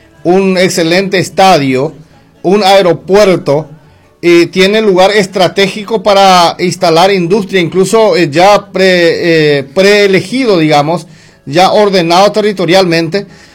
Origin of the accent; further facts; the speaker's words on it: Paraguay; diferenciar de los que nosotros necesitamos como paraguayos, de tener empresas que puedan invertir en nuestro distrito